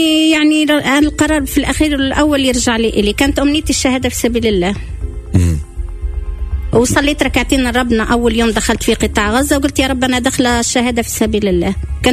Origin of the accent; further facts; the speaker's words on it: Tunisia; moved away as an adult; now in Gaza, Palestine; تونس أنا طلعت في 2005 من تونس